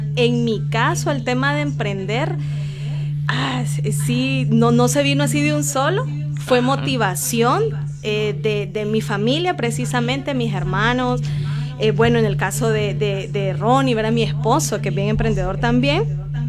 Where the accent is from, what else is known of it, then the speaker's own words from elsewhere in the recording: Bogotá, Colombia; Crecí en la Kennedy, estudié en el Instituto Católico Emiliani